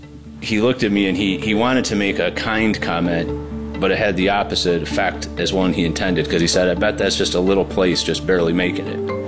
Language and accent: English; Grayling, Michigan, United States; I got talking to Senator Levin because, you know, I'm from Michigan and he was our senator.